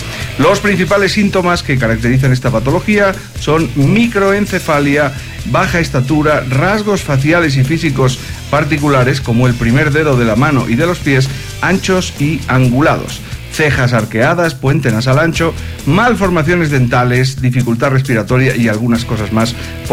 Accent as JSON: {"language": "Spanish", "town": "Cuenca", "region": "Azuay", "country": "Ecuador", "said": "una ciudad como la nuestra"}